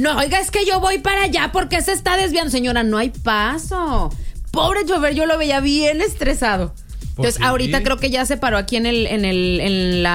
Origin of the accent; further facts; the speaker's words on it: Mexico; para todos los que somos de Miravalle